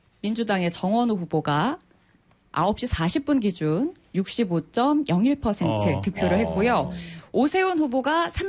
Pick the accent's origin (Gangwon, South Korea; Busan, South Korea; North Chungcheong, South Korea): North Chungcheong, South Korea; 자, 충북 갈 건데요. 제 고향 충북.